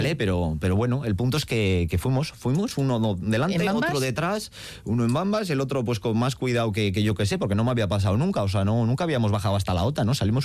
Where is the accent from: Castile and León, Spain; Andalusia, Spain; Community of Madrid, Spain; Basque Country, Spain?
Basque Country, Spain; Getxo; Los que soy de Algorta, de Guecho, pues que aparcar es como creer en Dios muchas veces